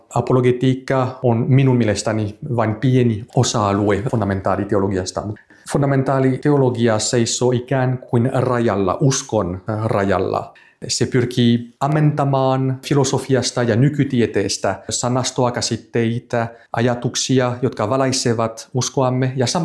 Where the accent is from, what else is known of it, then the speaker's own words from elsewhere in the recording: France; Finnish is a second language; moved away as an adult; now in Helsinki, Finland; Olen ranskalainen.